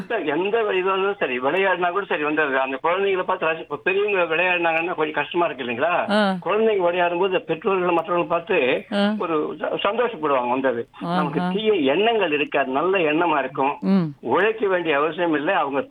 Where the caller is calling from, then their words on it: Chennai, Tamil Nadu, India; சென்னை குளத்துல இருந்து.